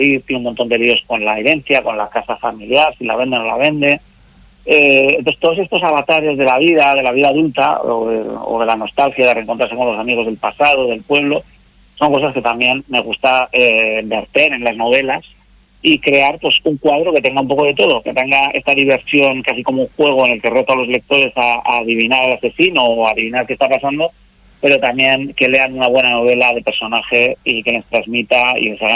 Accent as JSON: {"language": "Spanish", "region": "Basque Country", "country": "Spain", "said": "transcurre aquí en mi tierra, en el País Vasco"}